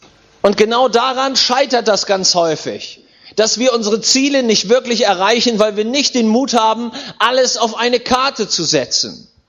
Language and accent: German; Schleswig-Holstein, Germany; Als Junge in Schleswig-Holstein aufgewachsen